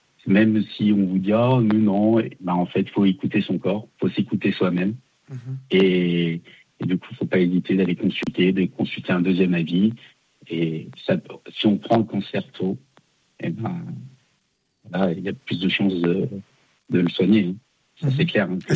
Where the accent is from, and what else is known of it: Lyon, Auvergne-Rhône-Alpes, France